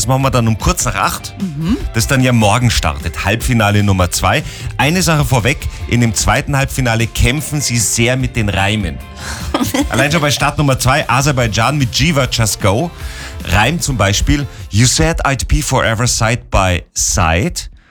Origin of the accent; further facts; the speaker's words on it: Germany; now in Austria; ich bin ja Deutscher.